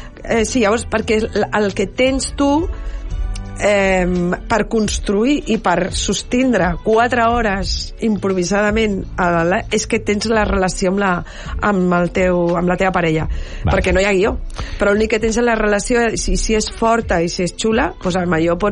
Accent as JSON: {"language": "Catalan", "town": "L'Hospitalet de Llobregat", "region": "Catalonia", "country": "Spain", "tie": "born or raised there", "said": "jo era entre Bellvitge, Centre... Però bueno, sí, la no. meva àvia era de Bellvitge, jo movia per... El meu institut estava a Bellvitge"}